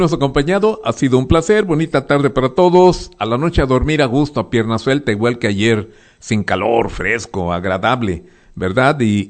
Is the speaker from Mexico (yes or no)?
yes; Mexico; tenemos que poner una buena imagen, demostrar que somos los mexicanos, verdad.